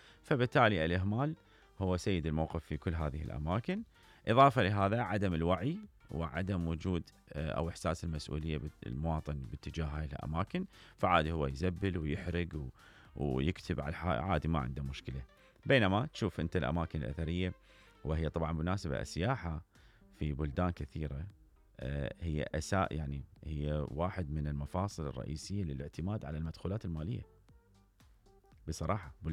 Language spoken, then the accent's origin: Arabic; Iraq; إحنا كمواطنين عراقيين مرات نقول نتخزى يعني شوي